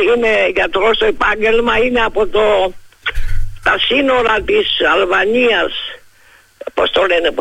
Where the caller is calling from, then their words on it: Germany; Πάρα πολλούς ακροατές έχετε και εδώ στη Γερμανία.